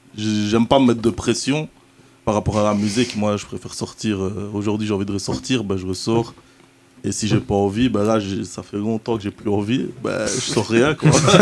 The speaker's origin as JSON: {"language": "French", "town": "Verviers", "region": "Wallonia", "country": "Belgium", "tie": "born or raised there", "said": "Je suis un artiste verviétois, depuis toujours. Je suis né à Verviers"}